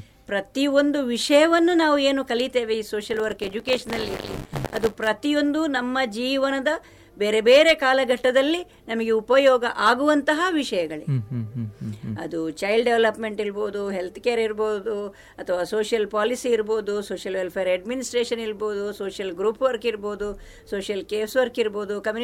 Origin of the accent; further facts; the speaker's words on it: Karnataka, India; also born or lived in Karkala / Mangaluru; ನಾವು ನಮ್ಮ ಊರಿನಲ್ಲೇ ಬಹಳ ಚೆನ್ನಾಗಿ ಸರ್ವೋದಯ ಹೈಸ್ಕೂಲ್ ಸುಳ್ಯಪ್ಪದವು ಅಂತ ಹೇಳಿ ಪುತ್ತೂರು ತಾಲೂಕಿನಲ್ಲಿ ಬರ್ತದೆ, ಅಲ್ಲಿ SSLCವರೆಗೆ